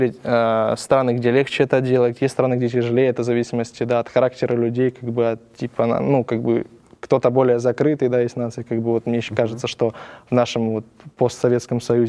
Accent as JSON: {"language": "Russian", "country": "Ukraine", "lives_now": "Argentina", "said": "Нет, я сам с Украины. Вот. У меня было с детства, не как с детства, 16 лет у меня было такое большое желание уехать учиться за границу"}